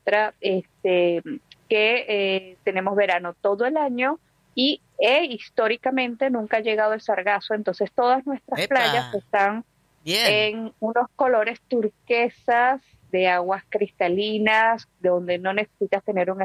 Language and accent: Spanish; Curaçao; nosotros, al ser Antilla Holandesa, somos parte del Reino de los Países Bajos.